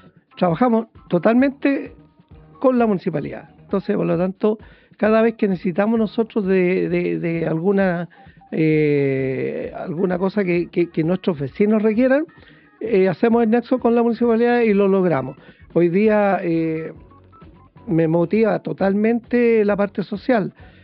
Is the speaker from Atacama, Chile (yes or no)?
yes; Potrerillos, Atacama, Chile; born there; also born or lived in La Serena; now in Vicuña, Chile; Mire, nací en Potrerillos.